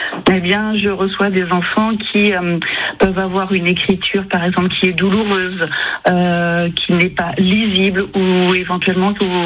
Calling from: Centre-Val de Loire, France; moi, je viens de la région Centre, dans le Loiret.

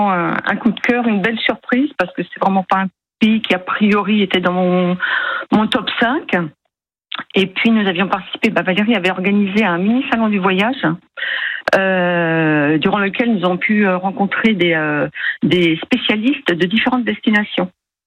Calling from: Sablé-sur-Sarthe, Pays de la Loire, France; Je suis à Sablé-sur-Sarthe.

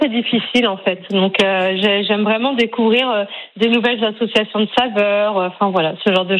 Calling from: Moret-sur-Loing, Île-de-France, France; Oui, Amoré-sur-Loing.

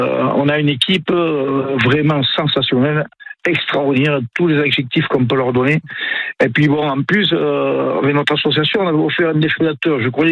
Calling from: Magescq, Nouvelle-Aquitaine, France; Alors moi je suis sur Magesque.

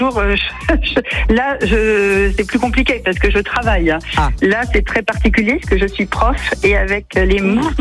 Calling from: Centre-Val de Loire, France; Je vous appelle d'une ville à côté de Tours

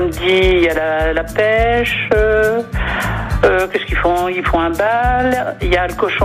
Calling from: Budelière, Nouvelle-Aquitaine, France; De Budelière.

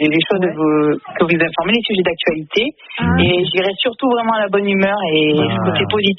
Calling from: Provence-Alpes-Côte d'Azur, France; je vous appelle toujours de l'Est, en Provence.

